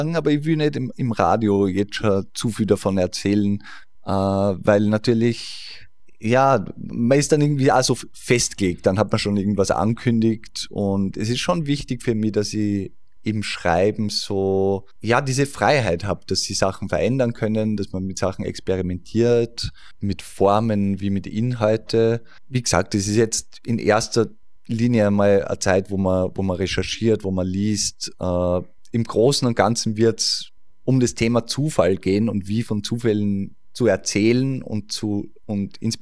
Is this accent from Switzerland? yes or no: no; Ebensee, Upper Austria, Austria; moved away; Ich bin in Ebensee, das an und für sich schon kein leichtes Pflaster ist, nur mal auf einem Gebiet aufgewachsen, das mit viel, viel Problematiken daherkommt. Ich komme aus der Finkerleiten, wo während der NS-Zeit ein Konzentrationslager war.